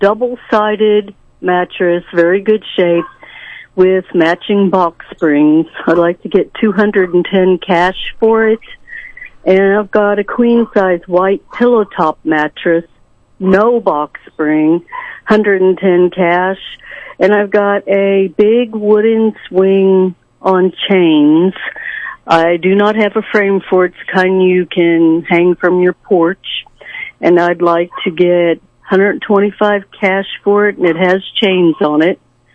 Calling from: Sedalia, Missouri, United States; I'm calling from Sedalia, Missouri, sir.

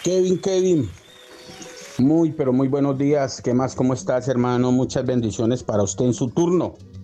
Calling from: Valle del Cauca, Colombia; yo no soy nacido aquí en Caloto, trabajo acá, pero yo vivo o soy de un pueblito del Valle del Cauca

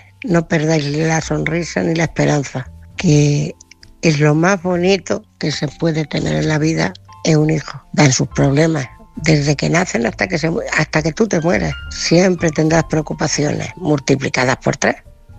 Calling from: Ciudad Real, Castilla-La Mancha, Spain; Buenas noches, oyentes. … de Ciudad Real.

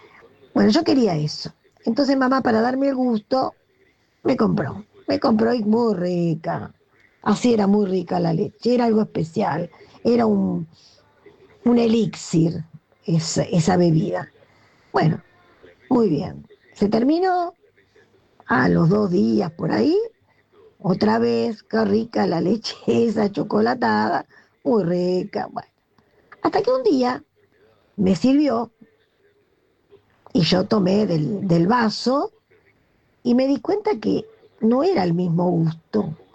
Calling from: Buenos Aires, Argentina; de Colegiales.

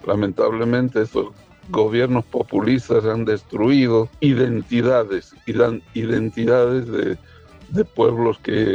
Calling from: Godoy Cruz, Mendoza, Argentina; de Godoy Cruz nuevamente.

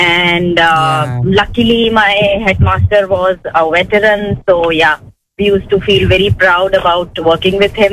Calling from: Livermore, California, United States; I'm calling from Livermore.

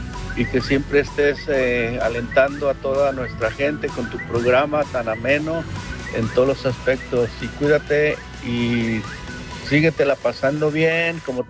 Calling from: Salinas, California, United States; de aquí de Salinas

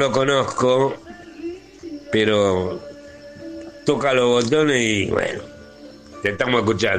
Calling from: Avellaneda, Buenos Aires Province, Argentina; de Avellaneda, 69 años, auxiliar de educación.

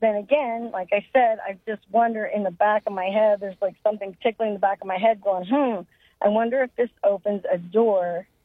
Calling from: United States; here in the States

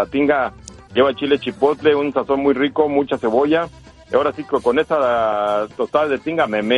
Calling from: Dallas, Texas, United States

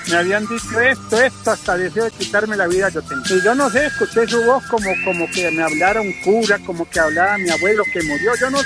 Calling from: United States; Le estoy llamando de Estados Unidos.

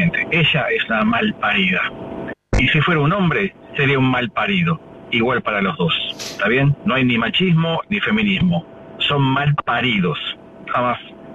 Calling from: Olivos, Buenos Aires Province, Argentina; desde Olivos habla.

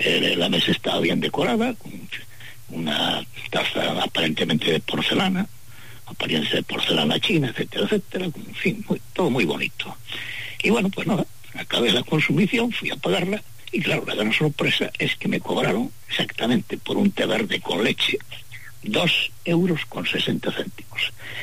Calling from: Pontevedra, Galicia, Spain; Pontevedra.

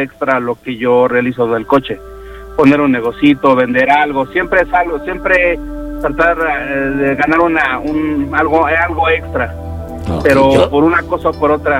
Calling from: Nezahualcóyotl, State of Mexico, Mexico; De Ciudad Neza, FM.

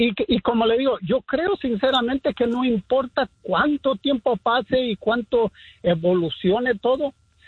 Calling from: Burbank, California, United States; Aquí ando cerquita de con usted, aquí por Burbank. Aquí ando enfrente de los estudios de la Warner Brothers.

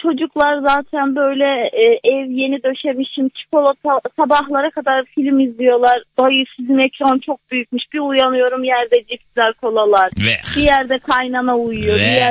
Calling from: Adana, Turkey; Adana'dan arıyorum.

